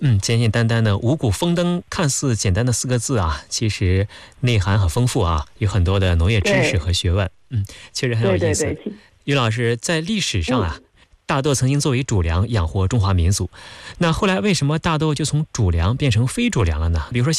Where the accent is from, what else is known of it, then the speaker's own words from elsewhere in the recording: China; 我们中国人会贴春联儿。